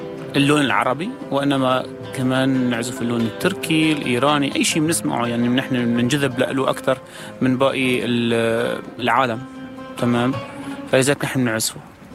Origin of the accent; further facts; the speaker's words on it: Syria; لا تنسى نحن جايين من سوريا، وسوريا هي متعدده الثقافات، متنوعه، متنوعه الطوائف والقوميات